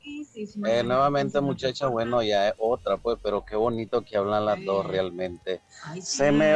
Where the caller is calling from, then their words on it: Rosita, North Caribbean Coast Autonomous Region, Nicaragua; realmente soy de Rosita, pero ando aquí en Bonanza y ve, aquí en Ciuna, perdón.